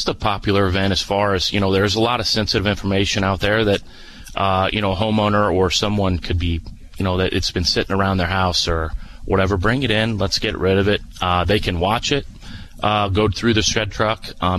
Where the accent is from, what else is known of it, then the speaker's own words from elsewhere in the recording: Rochester, United States; moved away as an adult; also born or lived in Jupiter, Florida; So I grew up in Rochester.